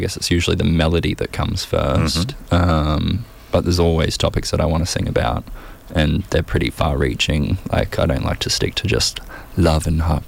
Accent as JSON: {"language": "English", "town": "Brisbane", "region": "Queensland", "country": "Australia", "tie": "born there", "also_born_or_lived": "Sunshine Coast hinterland, Queensland"}